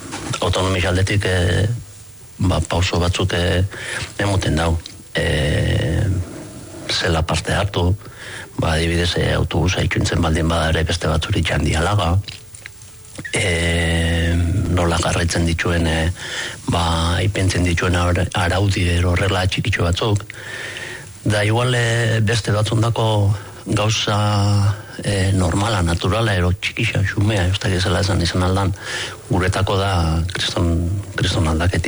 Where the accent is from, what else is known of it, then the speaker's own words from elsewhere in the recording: Bergara, Basque Country, Spain; Bergaratik nator